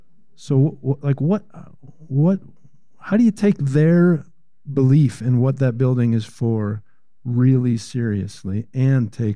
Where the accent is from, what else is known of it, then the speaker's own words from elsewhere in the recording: Chicago, Illinois, United States; now in Portland, United States; I grew up without the word church. I was raised Jewish in Chicago.